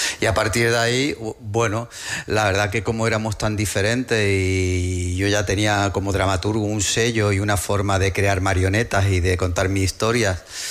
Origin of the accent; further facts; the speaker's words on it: Andalusia, Spain; Nos quitaron de ser andaluces y nos convirtieron en catalanes. Y decían, no. No somos catalanes.